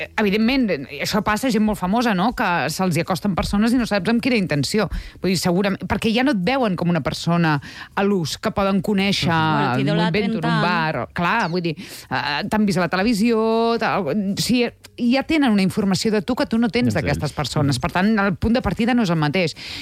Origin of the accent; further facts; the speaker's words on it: Catalonia, Spain; som molt catalans a casa